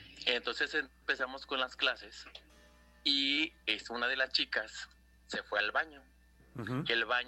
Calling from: Tlajomulco de Zúñiga, Jalisco, Mexico; Hablo de Tlajomulco.

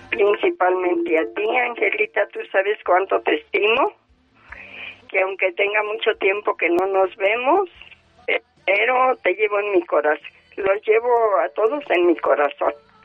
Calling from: Huauchinango, Puebla, Mexico; yo soy de Huauchinango, Puebla.

